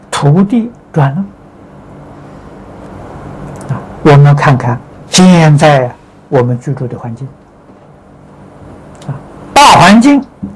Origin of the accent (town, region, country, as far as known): China